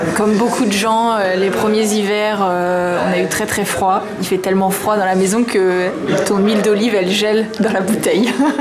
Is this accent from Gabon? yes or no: no; Paris, Île-de-France, France; Et donc, on vient de Paris.